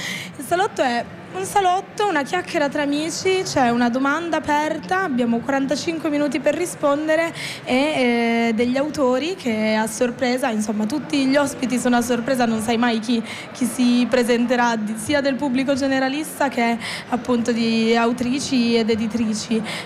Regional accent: Turin, Piedmont, Italy

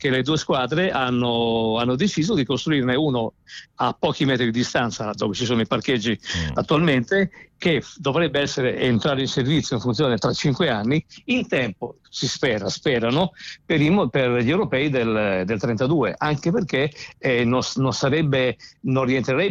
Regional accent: Tuscany, Italy; now in Milan, Italy; Io mi sono trasferito a Milano dalla Toscana nel 1981, quindi quest'anno faccio i 46 anni di presenza su questo stadio.

